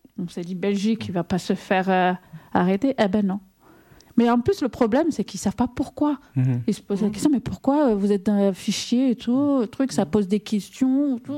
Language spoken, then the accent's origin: French; Marseille, Provence-Alpes-Côte d'Azur, France; born there; je ne suis pas née à Mayotte, je ne suis pas née non plus aux Comores, je suis née à Marseille. Mm-hmm. Mais pour moi, je ne vais pas dire je suis française, je vais dire je suis comorienne.